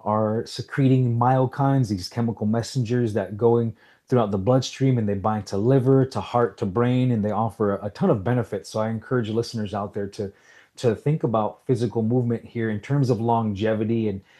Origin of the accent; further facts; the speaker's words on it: Salt River, Arizona, United States; born or raised there